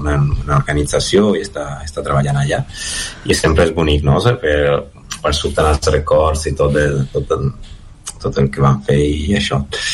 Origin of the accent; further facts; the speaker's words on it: Lleida, Catalonia, Spain; moved away as an adult; quan vaig marxar de Lleida, pues havia dit, mira, et trobo aquest, havia trobat un màster aquí